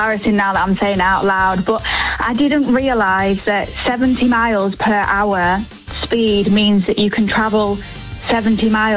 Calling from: Grimsby, Yorkshire and the Humber, United Kingdom; I'm from Grimsby, so Nottingham is 70 miles away.

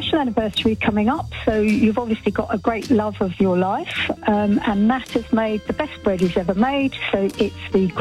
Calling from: Paddock Wood, South East England, United Kingdom; I'm from Paddockwood in Kent.

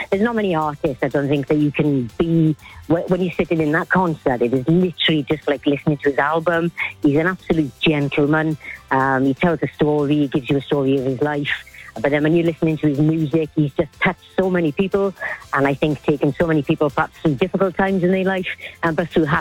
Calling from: Aberdare, Wales, United Kingdom; I'm calling from sunny Aberdare in South Wales.

